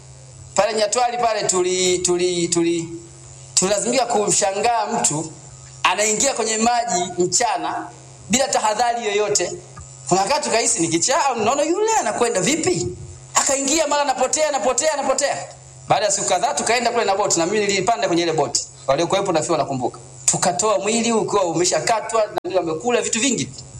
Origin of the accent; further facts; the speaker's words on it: Tunduru, Ruvuma, Tanzania; now in Bunda, Tanzania; Hata Tunduru nako sisi kwetu ni hivyo hivyo.